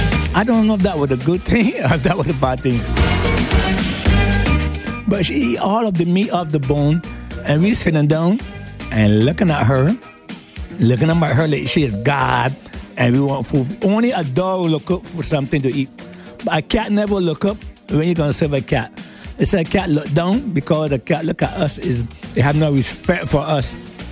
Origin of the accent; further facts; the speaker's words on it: Jamaica; Because I'm not a god, I'm Jamaican.